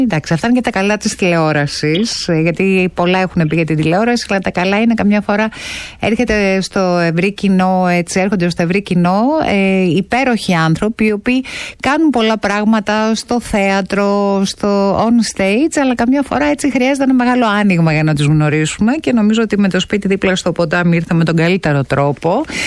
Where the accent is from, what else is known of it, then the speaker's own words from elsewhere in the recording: Serres, Central Macedonia, Greece; Να βάλεις και από τα Σέρας. Εγώ είμαι από τα Σέρας.